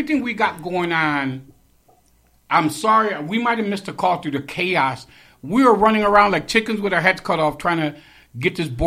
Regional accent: United States; I'm always proud to say I'm from Clinton Avenue.

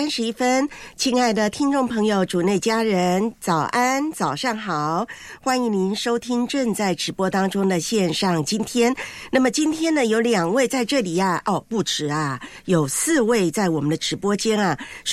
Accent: Taiwan; moved away; 我记得我在我的老家台湾呢

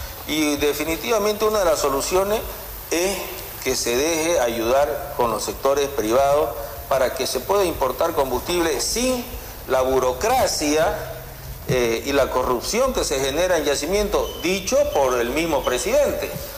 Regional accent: Bolivia; somos los bolivianos

